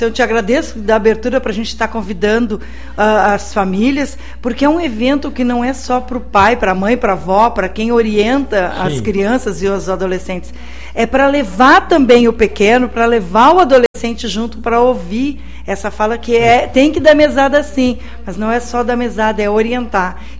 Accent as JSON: {"language": "Portuguese", "town": "Taquari", "region": "Rio Grande do Sul", "country": "Brazil", "also_born_or_lived": "Porto Alegre", "moved": "as an adult", "lives_now": "Ivoti, Brazil", "said": "Eu sou de Taquari."}